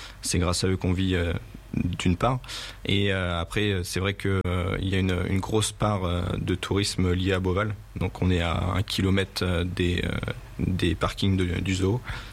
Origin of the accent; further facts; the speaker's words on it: Centre-Val de Loire, France; moved away; On est natif du Loiret, nous.